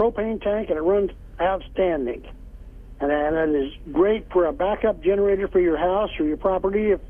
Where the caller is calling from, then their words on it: Marysville, Kansas, United States; Hi, I'm calling from Marysville, Kansas.